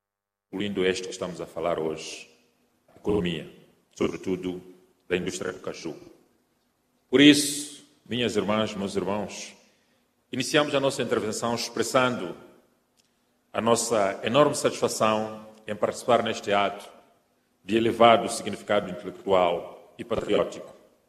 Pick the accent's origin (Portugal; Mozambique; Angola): Mozambique